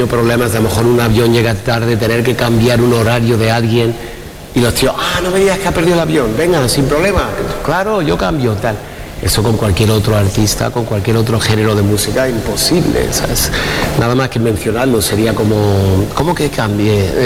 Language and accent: Spanish; Cazorla, Andalusia, Spain; soy de Cazorla